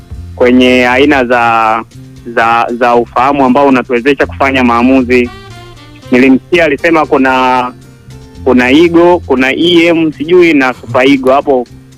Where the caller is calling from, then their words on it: Lindi, Tanzania; napiga simu kutoka Lindi Luangwa.